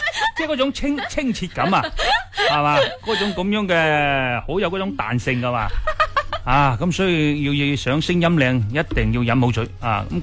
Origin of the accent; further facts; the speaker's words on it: Guangdong, China; 我哋广东人唔中意叫嘅